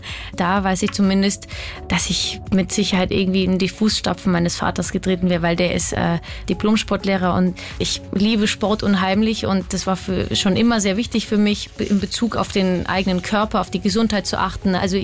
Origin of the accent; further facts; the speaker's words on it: Wölchen, Germany; weiß gar nicht, wie alt ich war, wirklich noch sehr jung. Aber ich weiß, dass der große Jahrmarkt anstand bei uns in Wölchen.